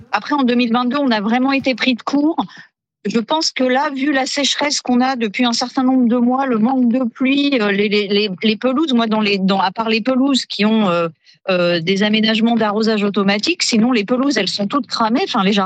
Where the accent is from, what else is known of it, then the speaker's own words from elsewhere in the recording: France; now in Arès, France; nous, en tant que Français